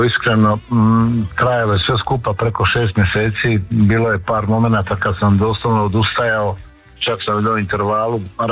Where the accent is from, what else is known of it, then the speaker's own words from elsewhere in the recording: Croatia; Imali smo mi kao Hrvati